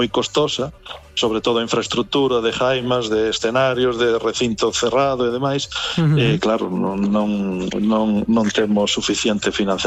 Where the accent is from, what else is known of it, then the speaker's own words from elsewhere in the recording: Galicia, Spain; estamos 33 luthiers que veñen de Portugal, algún de Francia, de Euskadi, de Castilla, a maioría somos galegos, evidentemente.